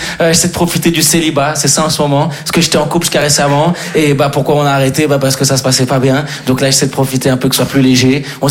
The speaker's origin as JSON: {"language": "French", "country": "Switzerland", "lives_now": "France", "said": "Je suis pas parisien, je suis pas français, moi en réalité je suis suisse."}